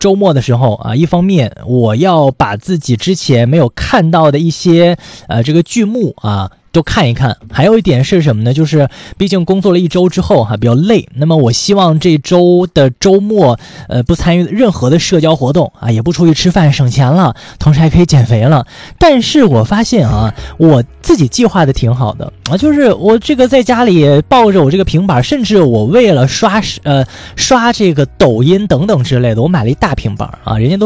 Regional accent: northern China, China; 作为北方人来说，好像学习粤语有一点点的难

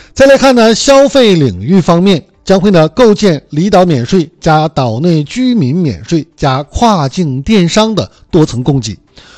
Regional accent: Changchun, Jilin, China; now in Haikou, China; 我老家长春都是600多万、700万人口

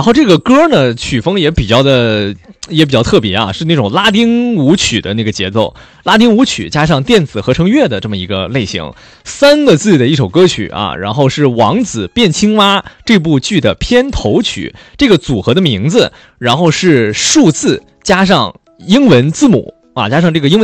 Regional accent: Shandong, China

